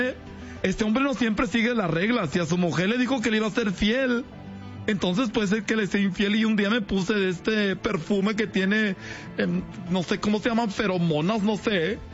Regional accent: Mexico; born there; Ay, yo nací en México también

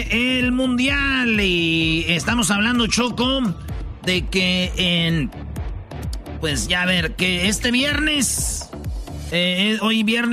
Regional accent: Mexico; ¿Tenemos que apoyar a la selección porque somos mexicanos?

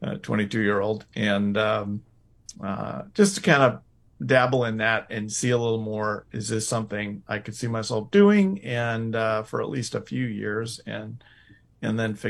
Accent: Illinois, United States; moved away as an adult; because I was from Illinois and didn't follow Indiana schools that closely

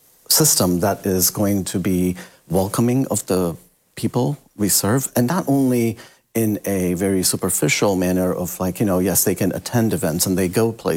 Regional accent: India; Yeah, I'm Indian by origin.

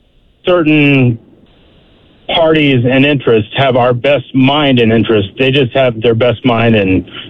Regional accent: Alaska, United States; moved away; I'm also from Alaska. And I was born and raised there, and I worked in the oil fields in Alaska.

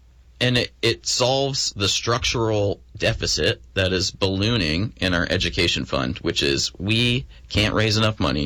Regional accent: Essex Junction, Vermont, United States; born or raised there

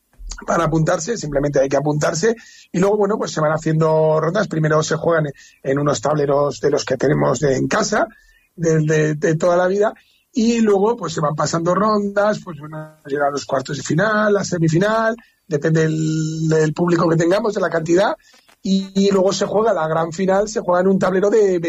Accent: La Almunia de Doña Godina, Aragon, Spain; que yo soy de la Almunia

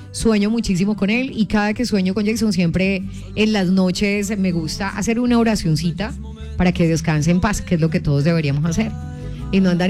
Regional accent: Manzanares, Caldas, Colombia; Es ahí súper cerquita de mi tierra.

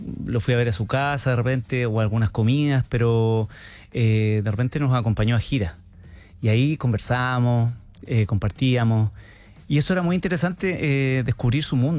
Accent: Antofagasta, Chile; now in Santiago, Chile; yo soy de Antofagasta

